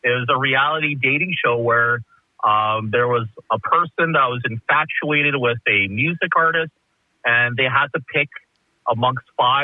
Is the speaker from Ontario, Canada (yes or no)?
no; Winnipeg, Manitoba, Canada; it just comes from just growing up in Winnipeg. I'm born and raised in Winnipeg. I'm an 80s kid. I'm a 90s teenager.